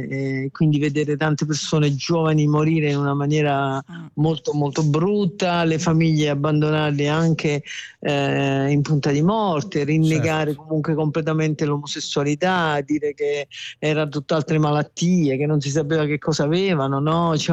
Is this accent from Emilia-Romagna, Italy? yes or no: no; Portici, Campania, Italy; io sono di Portici